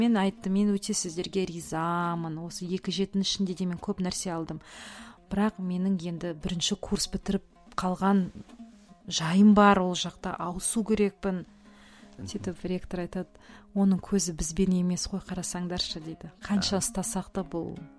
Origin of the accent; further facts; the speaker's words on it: Kostanay, Kostanay Region, Kazakhstan; moved away; Өзім туған жерім Қостанай болғасын